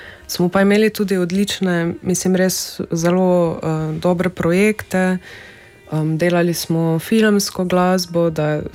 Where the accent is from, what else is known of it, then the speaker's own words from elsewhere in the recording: Styria, Slovenia; Malo v osnovni šoli, potem v srednji šoli smo pa tudi mi imeli italijanščino kot drug tuj jezik.